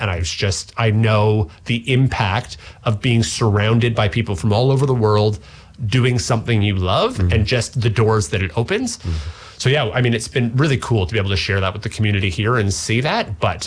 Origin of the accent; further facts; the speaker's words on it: Barrie, Ontario, Canada; also born or lived in Toronto; living in Toronto. So it was about an hour and a half drive from my hometown of Barrie. And I was living in Toronto going to the Etobicoke School of the Arts, which was a performing arts school.